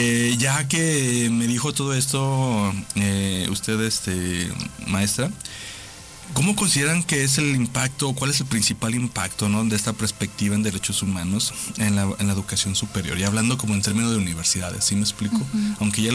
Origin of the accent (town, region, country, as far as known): Mexico